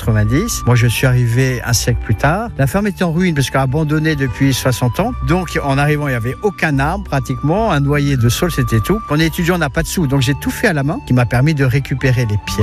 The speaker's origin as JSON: {"language": "French", "region": "Hauts-de-France", "country": "France", "said": "comme je suis flamand"}